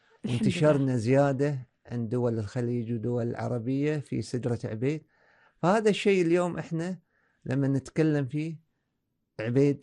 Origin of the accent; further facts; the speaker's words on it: Kuwait; اليوم انا اتكلم كمبادر وباسم الكويت